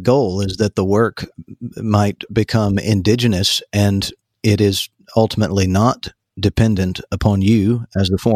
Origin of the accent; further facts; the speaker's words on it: United States; now in Alabama, United States; I went over as an American pastor